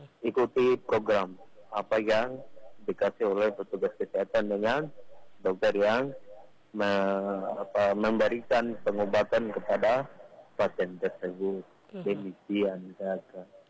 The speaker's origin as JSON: {"language": "Indonesian", "town": "Serui", "region": "Papua", "country": "Indonesia", "said": "saya dari Serui, dari Wondama, dari semua ada di kita di Nabire"}